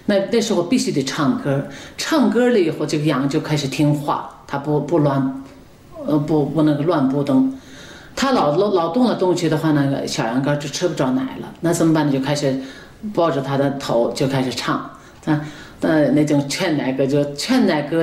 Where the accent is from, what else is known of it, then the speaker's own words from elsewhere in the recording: Inner Mongolia, China; moved away; 我从小在草原上长大，小时候呢，就是很少能看得见人，没人，四五十里地才有一座蒙古包